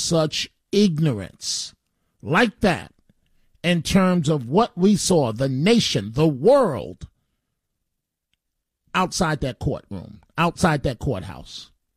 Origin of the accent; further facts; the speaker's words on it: United States; I am a very proud American. I am a very proud African American. I am an American before I'm a journalist and before I'm a black man.